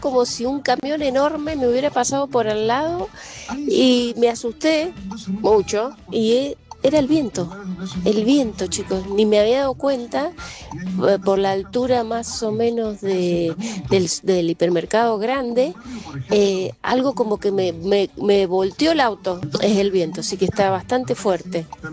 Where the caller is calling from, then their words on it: Maipú, Mendoza, Argentina; Yo vivo en Maipú y trabajo en Ciudad.